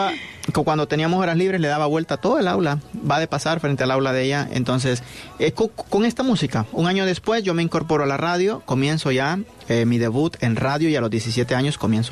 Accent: Colón, Honduras; moved away; Tengo mucha familia que tenía medios de comunicación allá en el departamento de Colón, de donde yo vengo, en Honduras

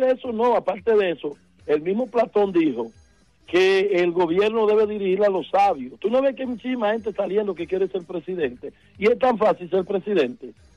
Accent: Dominican Republic

